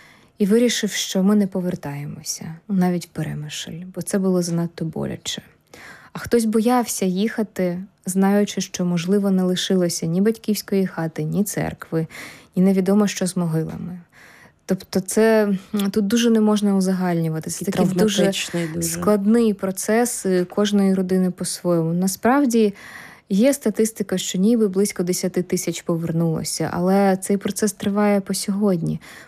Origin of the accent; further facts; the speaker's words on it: Kyiv, Ukraine; а я ж з Києва сама, знаєш, я пам'ятаю ще школяркою, як відновлювали Успенський собор.